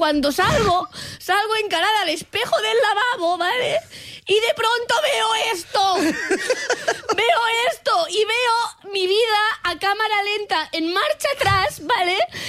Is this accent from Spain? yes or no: yes; Catalonia, Spain; En mi tote bag, porque ya sabemos que soy catalana.